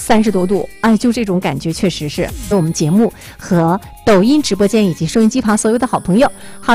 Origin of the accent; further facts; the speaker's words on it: Suzhou, Jiangsu, China; now in Jinzhou, China; 反正我记得我老家苏州这夏天的时候，就是早晚温差特别小，白天40度左右，然后晚上还是30多度